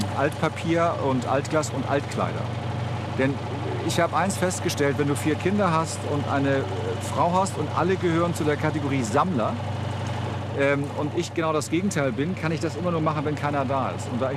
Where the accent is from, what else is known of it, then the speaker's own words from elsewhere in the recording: Bremen, Germany; now in Hamburg, Germany; Du darfst ja als Bremer dann hier nichts wegschmeißen, wenn du in Hamburg nicht gemeldet bist.